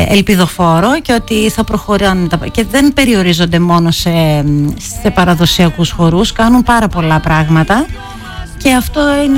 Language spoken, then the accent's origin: Greek; Polysitos, Eastern Macedonia and Thrace, Greece; που νομίζουν ότι είμαι από εκεί. Ενώ εγώ είμαι από τον Πολύσιτο.